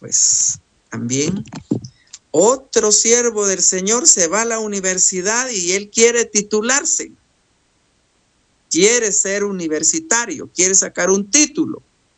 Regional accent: Guatemala; de aquí de Guatemala, pues que yo soy guatemalteca.

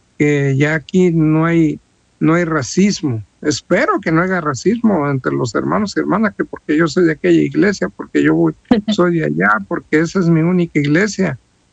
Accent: Mexico; yo que soy de México, muy diferente.

